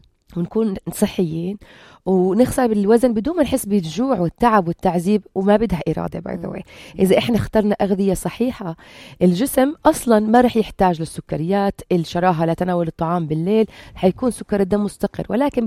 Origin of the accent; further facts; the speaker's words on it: Jordan; طلعت عالمية وأنا من الأردن مرشحة.